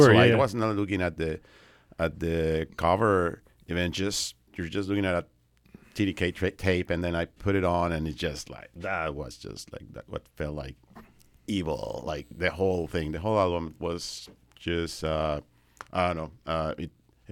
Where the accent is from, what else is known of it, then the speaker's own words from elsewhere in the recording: Mexico; moved away; I would see shows in my home city in Mexico